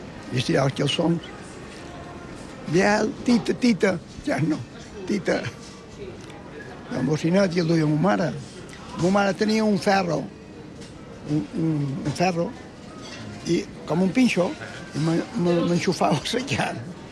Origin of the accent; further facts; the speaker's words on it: Palma, Balearic Islands, Spain; born there; Quan vaig començar a caminar, ma mare pelava peus i jo estava a 50 metres de la nave de xocs, de l'escorxador de Palma.